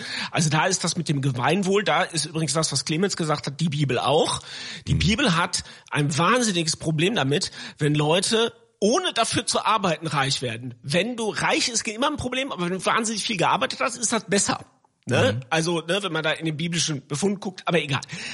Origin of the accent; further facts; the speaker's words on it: North Rhine-Westphalia, Germany; Also ich komme aus dem Sauerland, da gab es so Unternehmen in einzelnen Städten, da hing alles von denen ab.